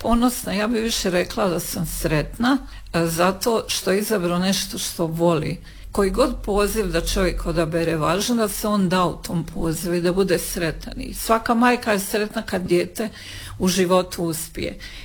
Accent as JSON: {"language": "Croatian", "country": "Bosnia & Herzegovina", "tie": "born or raised there", "said": "ja sam rođena u Bosni. Odrastala sam na Plehanu, to je jedno poznato mjesto koje mi kažemo da je to u Bosni kao što je Pariz u Francuskoj, za nas je Plehan u Bosni."}